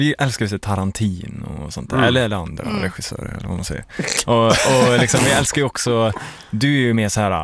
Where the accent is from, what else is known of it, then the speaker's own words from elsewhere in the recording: Kil, Värmland, Sweden; Nej, men vi kommer ju bara från Kil.